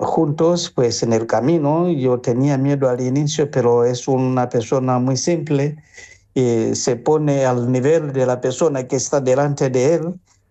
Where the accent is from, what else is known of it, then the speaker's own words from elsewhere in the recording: Tanzania; moved away; llevaba párroco como 13 años en una parroquia allá en mi tierra. Pues y era también la parroquia en la ciudad más importante, la ciudad muy comerciante en Tanzania.